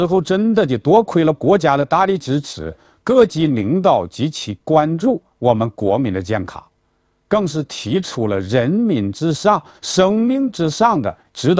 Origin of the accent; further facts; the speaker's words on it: China; 我真的是心有不甘，我是中国人，而且我所用到的药材都是中国产的，一切都来自中国。